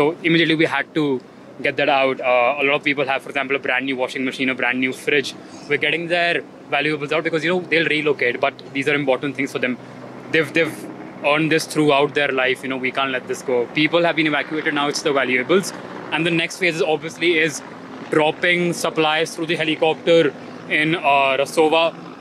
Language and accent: English; Delhi, India; We're from Delhi and we landed just yesterday